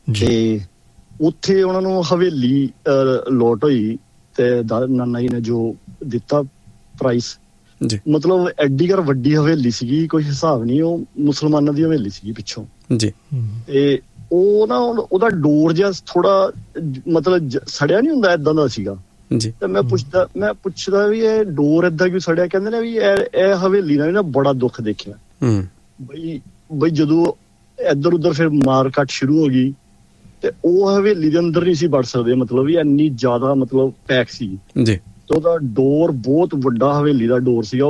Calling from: Sydney, New South Wales, Australia; Sydney ਤੋਂ।

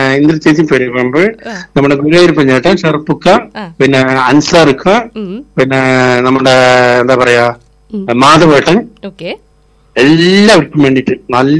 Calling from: Alathur, Kerala, India; ആലത്തൂരിൽ നിന്നാണ്.

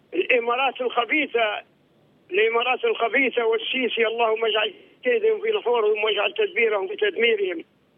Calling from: Libya; بلادنا ليبيا الحبيبه

